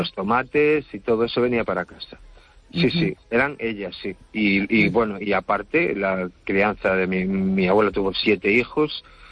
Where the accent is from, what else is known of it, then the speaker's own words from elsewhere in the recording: Cangas, Galicia, Spain; yo soy de Cangas y tengo ese uh-huh. lenguaje aún de ir a sachar a beija.